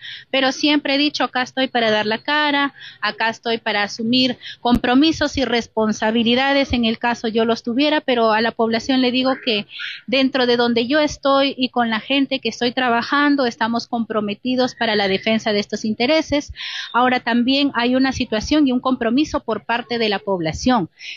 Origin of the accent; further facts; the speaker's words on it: Cutervo, Cajamarca, Peru; Como cutervino o como cutervina